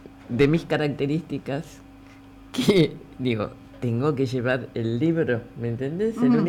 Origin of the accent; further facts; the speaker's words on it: La Plata, Buenos Aires Province, Argentina; born there; moved away as an adult; Soy de La Plata, nacida aquí. Uh-huh. Y lo que pasa es que he estado mucho tiempo fuera del país.